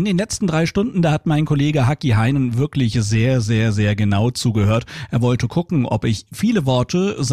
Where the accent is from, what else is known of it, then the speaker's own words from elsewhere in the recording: Hesse, Germany; Weil er nämlich festgestellt hat, dass ich als echter Hesse immer höchst sage.